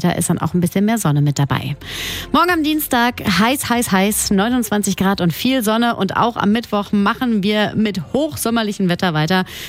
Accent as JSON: {"language": "German", "town": "Cologne", "region": "North Rhine-Westphalia", "country": "Germany", "said": "Ganz genau, ab an den See. Das geht bei uns in Köln ja an ganz vielen Stellen."}